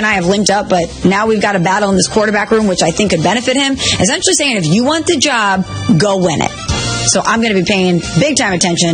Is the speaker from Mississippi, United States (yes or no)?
no; Duluth, Minnesota, United States; What? I'm from Duluth, and I'm proud.